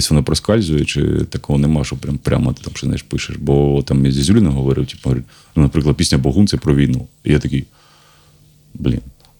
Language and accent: Ukrainian; Kharkiv, Kharkiv Oblast, Ukraine; я харків'яни, я не знаю, що, але от коли люди приїжджають, мені дуже приємно, що моє місце